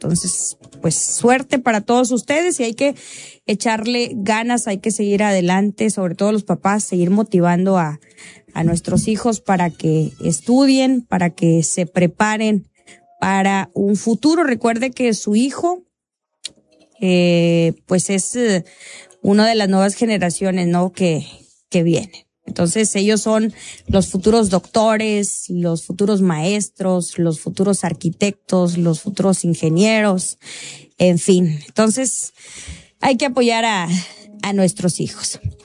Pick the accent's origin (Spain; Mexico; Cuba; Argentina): Mexico; Pero bueno, esto es como buenos mexicanos, hombre, todo se hace a la mera hora